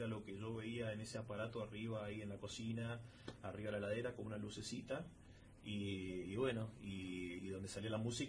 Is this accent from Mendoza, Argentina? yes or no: yes; Malargüe, Mendoza, Argentina; also born or lived in San Rafael; Soy concebido en San Rafael, gestado acá en Malargüe, nacido en San Rafael